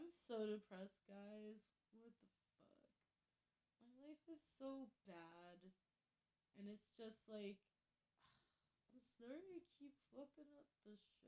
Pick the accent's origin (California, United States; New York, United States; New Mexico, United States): California, United States; Fairfield; I grew up in Fairfield